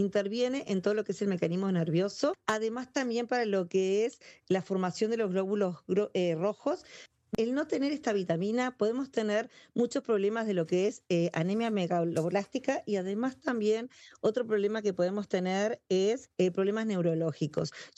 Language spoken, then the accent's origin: Spanish; Uruguay; En mi país, en Uruguay